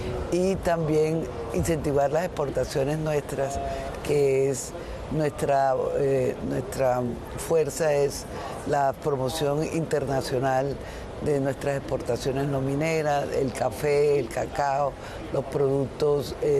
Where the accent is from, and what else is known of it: Colombia